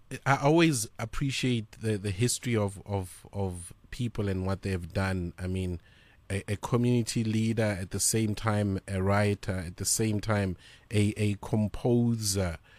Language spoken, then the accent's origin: English; Pretoria, Gauteng, South Africa; growing up in Pretoria